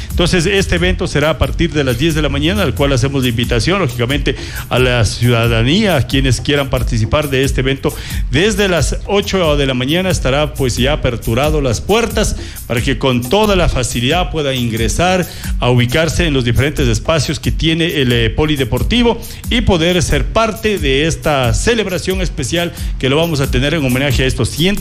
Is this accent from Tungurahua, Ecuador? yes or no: yes; Ambato, Tungurahua, Ecuador; ¿de dónde eres? De Ambato, de Tungurahua.